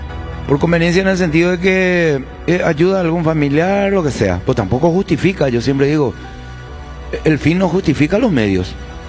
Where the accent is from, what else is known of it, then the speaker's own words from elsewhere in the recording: Paraguay; sí somos paraguayos.